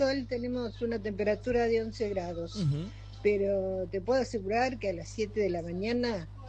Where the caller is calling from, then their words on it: Magdalena, Buenos Aires Province, Argentina; de Magdalena.